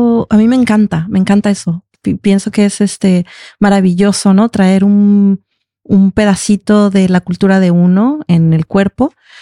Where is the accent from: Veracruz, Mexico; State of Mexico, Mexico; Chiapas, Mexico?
Veracruz, Mexico; en México, en la región de donde yo vengo, hubo esclavos africanos en Veracruz, ¿no?